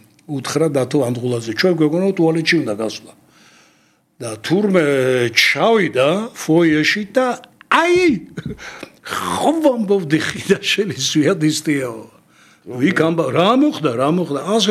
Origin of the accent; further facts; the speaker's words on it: Tbilisi, Georgia; ძველ თბილისში დავიბადე, მაგრამ რუსთაველზე დავდიოდი კონსერვატორიაზე.